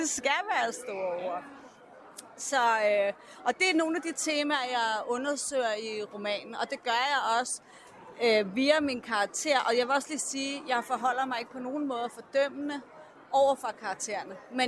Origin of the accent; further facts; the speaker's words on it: Copenhagen, Capital Region of Denmark, Denmark; Det er jeg. Er fra Vesterbro.